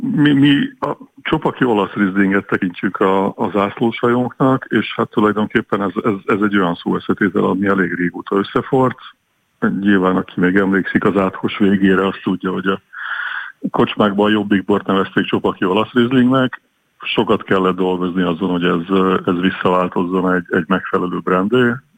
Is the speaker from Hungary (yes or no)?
yes; Transdanubia, Hungary; mi dunántúliak vagyunk